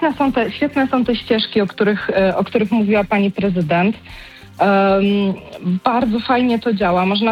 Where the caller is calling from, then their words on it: Toruń, Kuyavian-Pomeranian Voivodeship, Poland; Dzwonię z Torunia